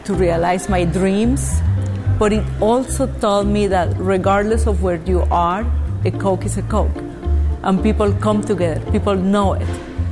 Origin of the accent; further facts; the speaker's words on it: Colombia; moved away; growing up in Colombia